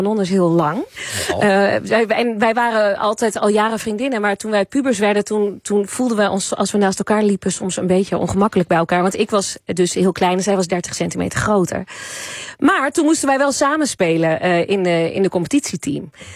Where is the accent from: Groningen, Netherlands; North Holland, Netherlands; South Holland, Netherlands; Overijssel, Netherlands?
Overijssel, Netherlands; Nieuwleusen; Ik ben opgegroeid in Nieuw-Leuzen.